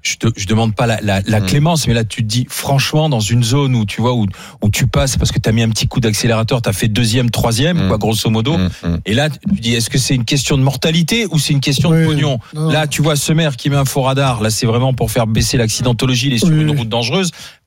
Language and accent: French; Italy; C'est la patrie de Ferrari, nous.